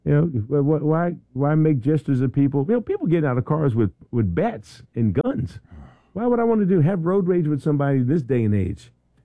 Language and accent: English; Philadelphia, Pennsylvania, United States; I'm from Philly. I can say that.